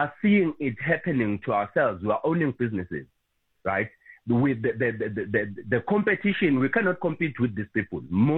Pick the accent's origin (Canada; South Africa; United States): South Africa; So we grew up here in South Africa.